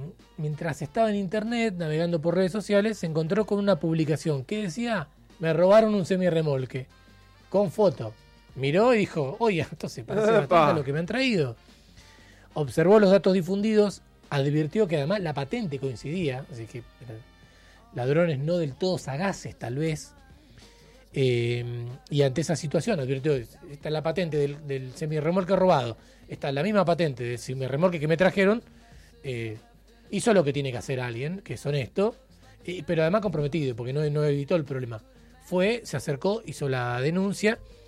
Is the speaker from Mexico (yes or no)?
no; Argentina